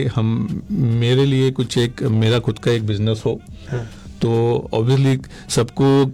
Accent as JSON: {"language": "Hindi", "town": "Mumbai", "region": "Maharashtra", "country": "India", "moved": "as an adult", "lives_now": "Qatar", "said": "initially मैं तो मुंबई से हूँ"}